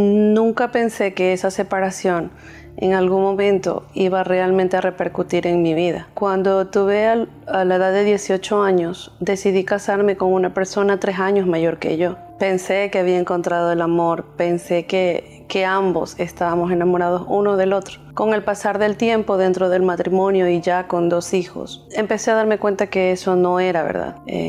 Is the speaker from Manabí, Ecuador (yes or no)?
yes; Manta, Manabí, Ecuador; tengo 39 años y originalmente soy de Manta, la ciudad donde toda mi vida empezó.